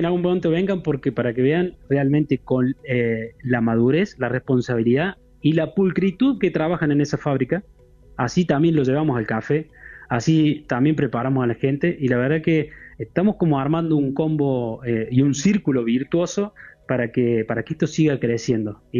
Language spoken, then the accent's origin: Spanish; Jesús María, Córdoba, Argentina; yo soy de Jesús María también, de toda la vida